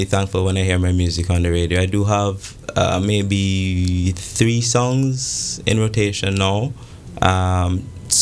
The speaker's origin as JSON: {"language": "English", "country": "Antigua & Barbuda", "tie": "born or raised there", "said": "growing up in Antigua"}